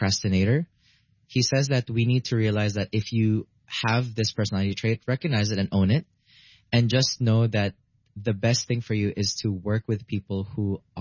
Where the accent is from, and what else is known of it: Philippines